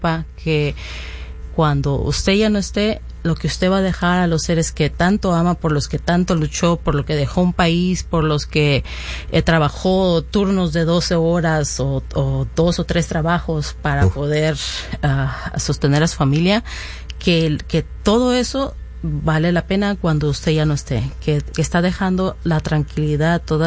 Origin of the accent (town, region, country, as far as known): Mexico